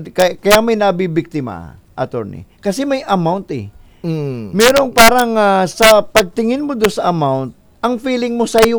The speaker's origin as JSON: {"language": "Tagalog", "area": "Quezon", "region": "Calabarzon", "country": "Philippines", "said": "Tagalog kami ni attorney. Taga Quezon kami."}